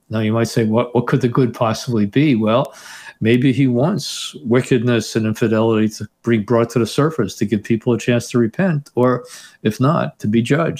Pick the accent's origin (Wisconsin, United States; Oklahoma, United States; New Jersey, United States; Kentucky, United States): New Jersey, United States; Teaneck; I remember growing up in Teaneck, New Jersey, where it had a strong Jewish population, Protestant population, and Catholic population.